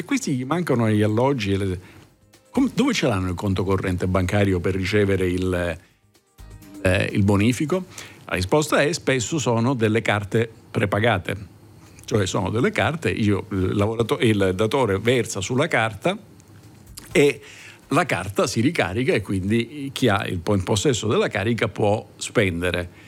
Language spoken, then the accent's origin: Italian; Southern Italy, Italy; io lo dico da Terrone.